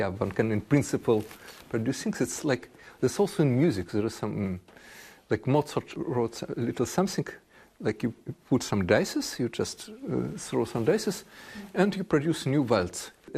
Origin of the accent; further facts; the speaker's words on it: Russia; English is a second language; No, see, because I'm from Russia and I never been on the east of.